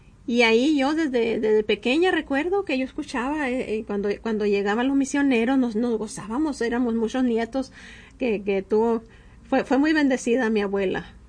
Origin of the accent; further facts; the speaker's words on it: Sonora, Mexico; yo nací en el Evangelio, puede decirse, ¿no? Porque yo vengo de un pueblo, soy del estado de Sonora, y en el pueblo de donde yo soy